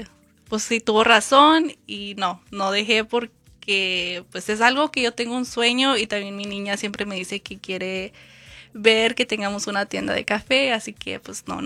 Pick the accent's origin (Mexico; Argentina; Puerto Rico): Mexico; now in Phoenix, United States; obviamente soy mexicana.